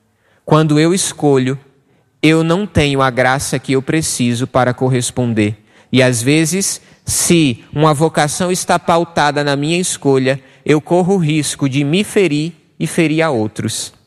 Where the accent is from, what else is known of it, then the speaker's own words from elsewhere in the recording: Paraíba, Brazil; now in São Paulo, Brazil; eu sou lá da Paraíba